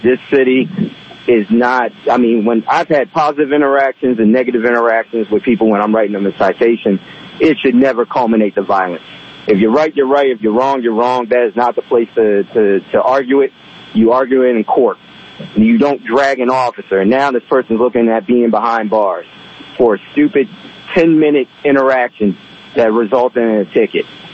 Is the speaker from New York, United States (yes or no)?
no; Baltimore, Maryland, United States; when I say I'm from Baltimore